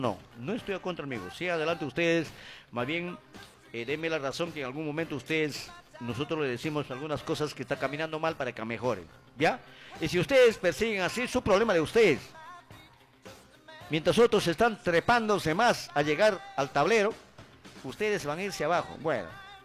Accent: Ucayali, Peru; Está bien que somos ucayalino

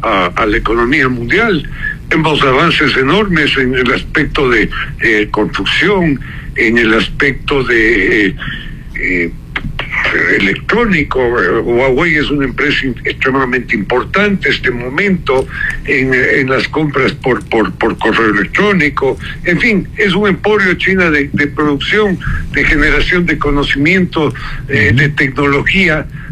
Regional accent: Ecuador

